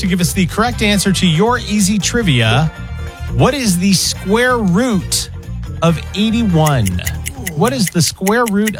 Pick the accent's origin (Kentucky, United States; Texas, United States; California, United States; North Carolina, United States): California, United States; born there; I was born near Sacramento.